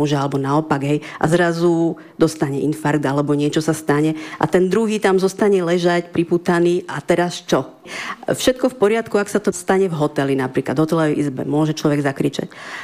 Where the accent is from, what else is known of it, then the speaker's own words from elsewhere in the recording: Košice, Košice Region, Slovakia; born there; moved away as an adult; now in Humenné, Slovakia; som sa narodila v Košiciach. Tam som aj vyštudovala. A vlastne som sa tiež priženila do Humenného. Aj keď moje polovičné korene pochádzajú z Humenného, otec je odtiaľto, tu sa narodil.